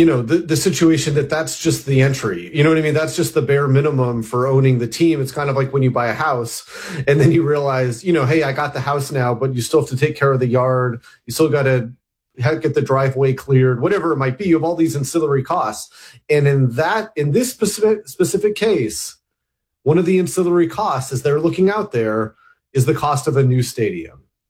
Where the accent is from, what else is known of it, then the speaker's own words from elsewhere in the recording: Alaska, United States; even though I have no connection to UW other than, you know, growing up in Alaska, which is in the general vicinity of UW, exactly.